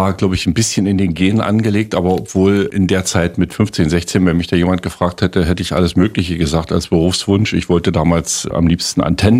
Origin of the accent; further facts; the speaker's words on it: Naundorf, Brandenburg, Germany; Naundorf ist ein relativ überschaubar großes Dorf heute noch, Naundorf bei Forst, das ist mein Heimatdorf.